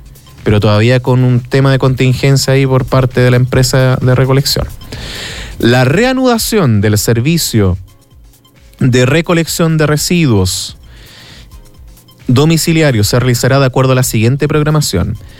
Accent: Los Vilos, Coquimbo, Chile; born there; Quienes somos de Los Vilos, quienes hemos nacido de Los Vilos

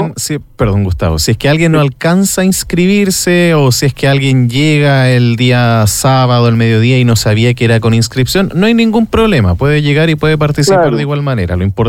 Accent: Los Vilos, Coquimbo, Chile; quienes somos de Los Vilos

